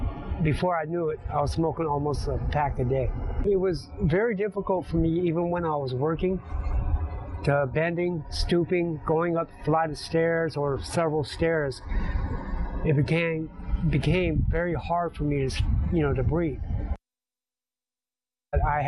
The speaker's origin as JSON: {"language": "English", "town": "Redondo Beach", "region": "California", "country": "United States", "said": "I'm from Redondo Beach, California."}